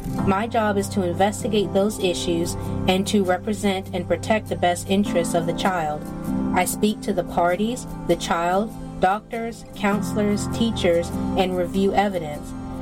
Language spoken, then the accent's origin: English; Mississippi, United States; I come from a strong military family, and I was raised in Harrison County and educated in Mississippi.